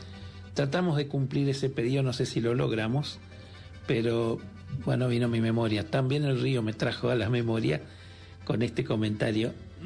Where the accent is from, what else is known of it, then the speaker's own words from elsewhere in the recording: Itatí, Corrientes, Argentina; born there; moved away; mi lugar en el mundo, que es Itatí